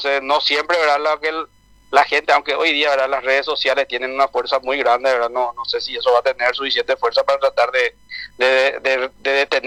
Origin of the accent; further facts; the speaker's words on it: Paraguay; Nosotros como paraguayos